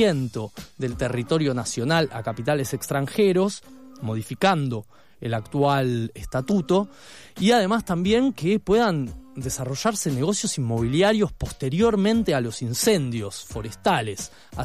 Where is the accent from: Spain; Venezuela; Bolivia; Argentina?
Argentina